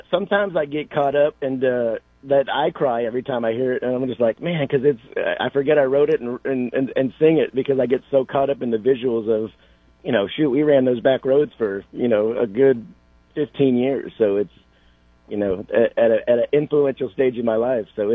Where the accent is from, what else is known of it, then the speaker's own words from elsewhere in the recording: Grass Valley, California, United States; moved away as an adult; now in Nashville, United States; I was born in Southern California, but moved to Grass Valley when I was four. So it's pretty much been my whole life.